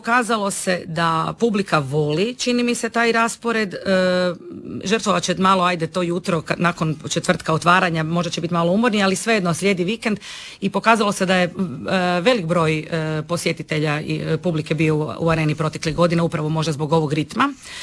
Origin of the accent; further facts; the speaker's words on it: Pula, Istria County, Croatia; Ja sam odrasla u Puli, uz pulski vatromet